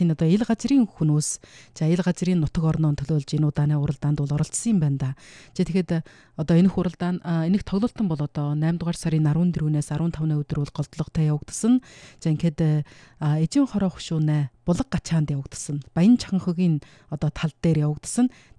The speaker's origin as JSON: {"language": "Mongolian", "town": "Ordos", "region": "Inner Mongolia", "country": "China", "said": "манай Ордос хотод"}